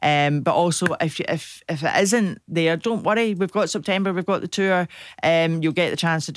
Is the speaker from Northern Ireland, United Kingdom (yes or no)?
yes; Belfast, Northern Ireland, United Kingdom; I'm from Belfast originally myself.